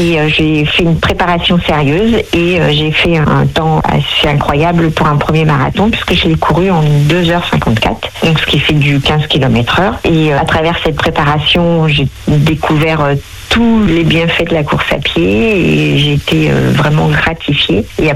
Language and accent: French; Pays de la Loire, France; born there; je suis une vraie sartoise, je suis née en Sarthe.